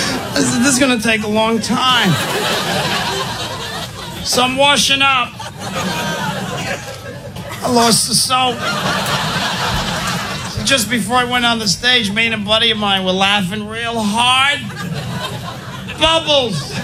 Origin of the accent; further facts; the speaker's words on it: New York, United States; I'm a New Yorker. I like to brace myself.